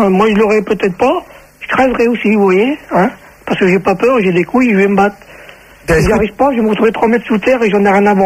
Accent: Normandy, France; Moi, je suis Nashville, Seine-Maritime.

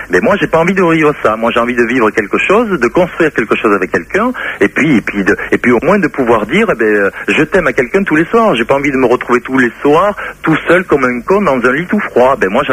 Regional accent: Mont-de-Marsan, Nouvelle-Aquitaine, France; born there

